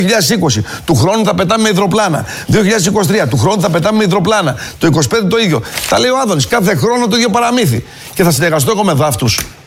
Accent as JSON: {"language": "Greek", "region": "Eastern Macedonia and Thrace", "country": "Greece"}